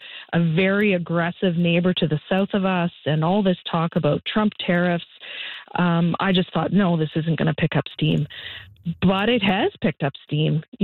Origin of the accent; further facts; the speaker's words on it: Nova Scotia, Canada; now in Edmonton, Canada; growing up in Nova Scotia and in the Maritimes, you know, I feel like many Maritimers and Nova Scotians, like we have this deeply ingrained sense of pride of where we come from.